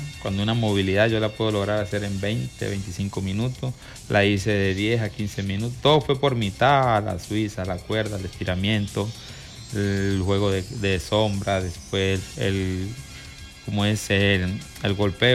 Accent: El Vigía, Mérida, Venezuela; born there; la traigo acá a casa, a mi Vigía querido, a Tierra de Campeones. Me hace feliz llegar a mi pueblo

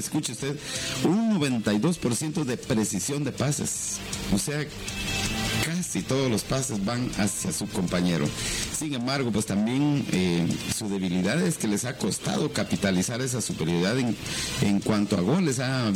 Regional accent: Guatemala

